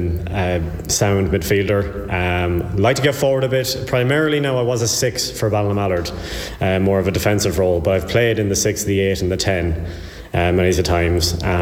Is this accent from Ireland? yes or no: yes; Sligo, Connacht, Ireland; I'm 30 years old. I'm from Sligo Town.